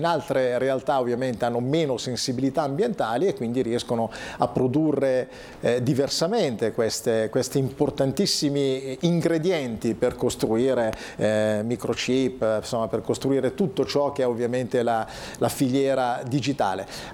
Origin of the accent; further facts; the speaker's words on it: Como, Lombardy, Italy; Io vengo da Como, dove c'è un brand molto affermato che è Lake Como.